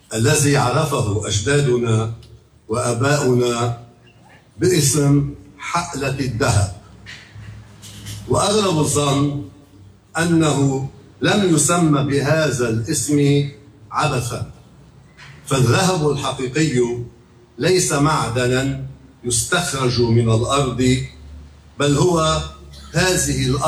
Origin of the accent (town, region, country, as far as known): Zouk Mosbeh, Mount Lebanon, Lebanon